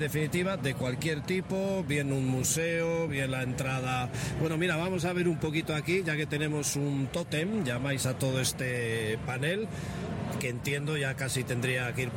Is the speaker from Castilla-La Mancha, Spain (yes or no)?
no; San Sebastián, Basque Country, Spain; como en San Sebastián, de donde soy yo